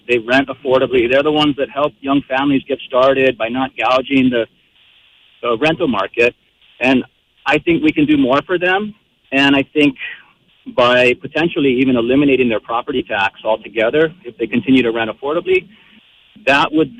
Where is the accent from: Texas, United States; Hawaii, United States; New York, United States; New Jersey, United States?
Hawaii, United States; I'm born and raised on the North Shore of Kauai, and I spent 25 years working for the Kauai Fire Department.